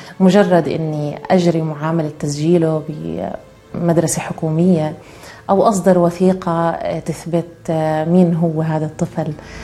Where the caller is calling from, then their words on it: Jordan; أردنية الجنسية